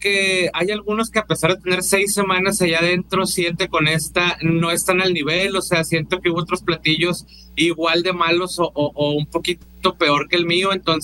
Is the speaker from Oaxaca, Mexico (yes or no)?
no; Culiacán, Sinaloa, Mexico; soy de Culiacán.